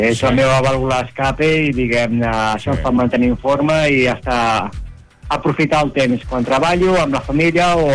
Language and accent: Catalan; Barcelona, Catalonia, Spain; moved away as an adult; now in Moià, Spain; de Barcelona, però bueno, fa 4 anys que vivim al Moianès, a Moià.